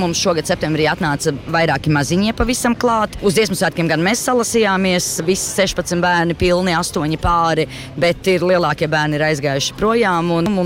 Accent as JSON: {"language": "Latvian", "town": "Mansfield", "region": "East Midlands", "country": "United Kingdom", "said": "Mēs esam no Lielbritānijas, no Mansfildes."}